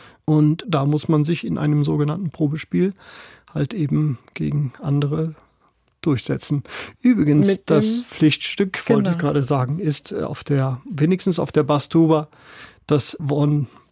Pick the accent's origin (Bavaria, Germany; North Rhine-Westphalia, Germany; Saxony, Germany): North Rhine-Westphalia, Germany; Wipperfürth; now in Berlin, Germany; Ich komme aus Wipperfürth.